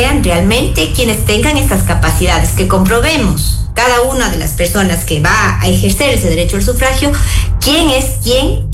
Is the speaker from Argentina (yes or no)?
no; Ecuador; como ecuatorianos, pues merecemos no merecemos esas esperanzas ciegas